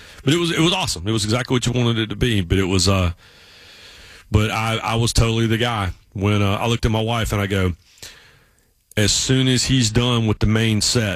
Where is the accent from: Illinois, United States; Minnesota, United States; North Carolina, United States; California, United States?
North Carolina, United States; Raleigh; growing up in the Triangle, growing up in Raleigh